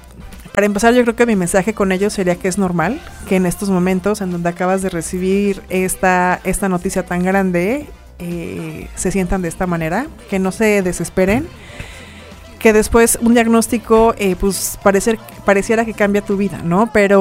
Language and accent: Spanish; Mexico; de sentirnos orgullosos de lo que hemos podido lograr juntos como mexicanos.